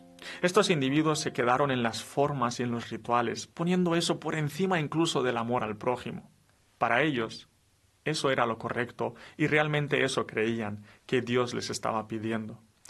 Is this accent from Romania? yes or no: yes; Romania; first language Romanian; Spanish is a second language; now in Spain; yo no soy español, soy de Rumanía, entonces a veces me cuesta y tengo que traducir las cosas del castellano al rumano